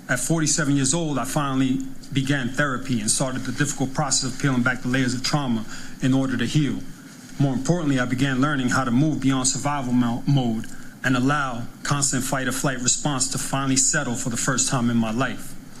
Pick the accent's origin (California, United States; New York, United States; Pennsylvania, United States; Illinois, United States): New York, United States; New York City; also born or lived in Santurce, Puerto Rico; I was born in Santurce, Puerto Rico, but prior to my third birthday, my parents migrated to New York City.